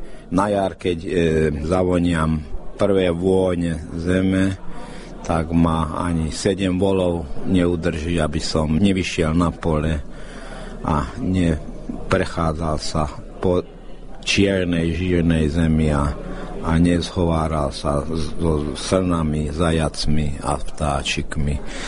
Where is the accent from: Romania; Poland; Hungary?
Hungary; A keď som povedal, že ja som Slovák z Maďarska, to tam mnohí veľmi ťažko chápali, že kto je to.